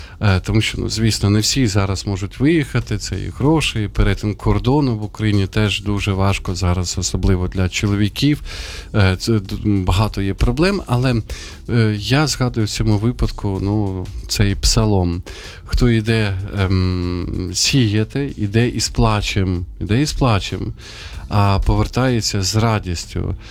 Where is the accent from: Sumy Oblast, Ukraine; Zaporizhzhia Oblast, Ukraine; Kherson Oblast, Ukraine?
Sumy Oblast, Ukraine; Sumy; now in Kyiv, Ukraine; я дуже переживаю за там, моє рідне місто, за Суми.